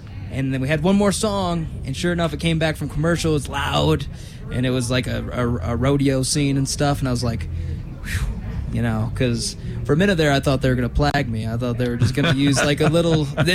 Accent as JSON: {"language": "English", "region": "Michigan", "country": "United States", "said": "But I was from Michigan, and I love soul and rock."}